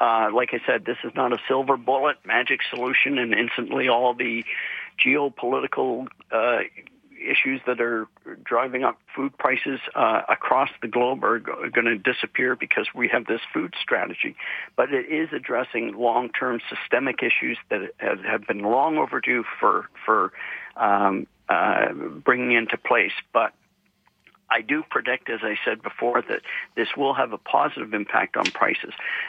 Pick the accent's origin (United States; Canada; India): Canada; I'm saying as a Canadian